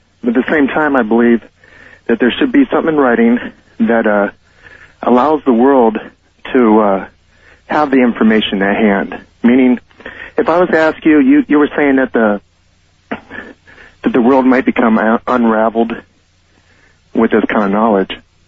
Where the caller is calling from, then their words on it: Federal Way, Washington, United States; up here in Federal Way.